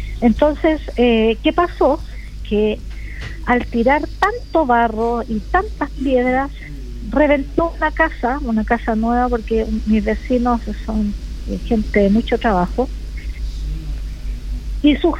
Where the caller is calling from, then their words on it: Coquimbo, Chile; yo soy vecina acá del Arrayán Costero, en el kilómetro 499-600 aproximadamente.